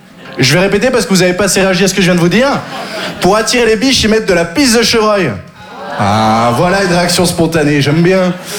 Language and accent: French; Occitanie, France; Je viens du Sud, j'ai grandi dans le Gard. Le Gard, vous connaissez ?